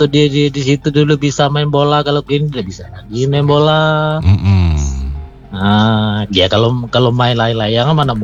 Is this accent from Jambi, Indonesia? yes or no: yes; Jambi, Indonesia; saya lah apa namanya itu memang asli sini